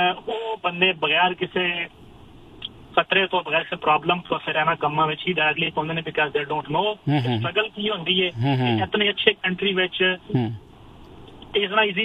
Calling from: Australia; ਮੈਂ ਜੀ ਆਸਟ੍ਰੇਲੀਆ ਤੋਂ

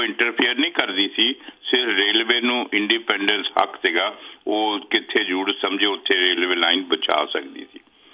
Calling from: Hoshiarpur, Punjab, India; ਮੈਂ ਵੀ ਹੁਸ਼ਿਆਰਪੁਰ ਤੋਂ ਹਾਂ

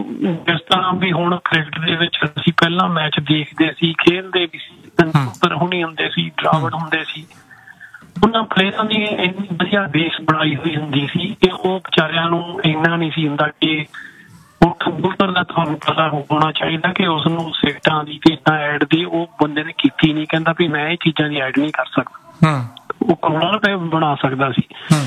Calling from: Brampton, Ontario, Canada; ਮੈਂ ਤੇ ਬ੍ਰੈਂਪਟਨ ਤੋਂ ਹੀ ਆ।

